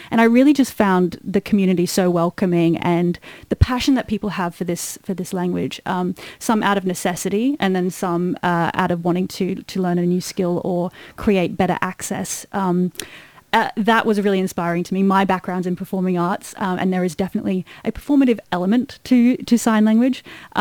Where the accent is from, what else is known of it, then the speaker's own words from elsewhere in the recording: Australia; accent: Australian; moved away as an adult; now in United Kingdom; I'm Australian, if you can hear by my accent.